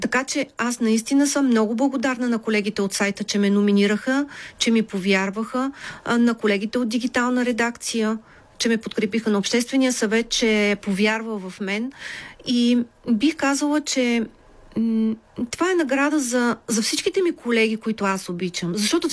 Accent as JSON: {"language": "Bulgarian", "town": "Lyubimets", "region": "Haskovo Province", "country": "Bulgaria", "tie": "born or raised there", "moved": "yes", "said": "в моя роден край в Любимец"}